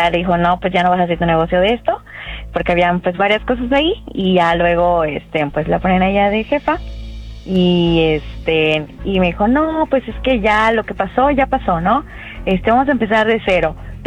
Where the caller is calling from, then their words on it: Yucatán, Mexico; De Yucatán.